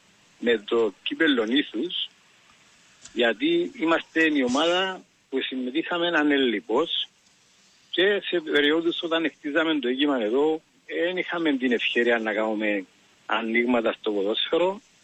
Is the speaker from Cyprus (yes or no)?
yes; Salamiou, Paphos District, Cyprus; κατάγομαι από τη Σαλαμιού, εγώ είμαι από τη Σαλαμιού.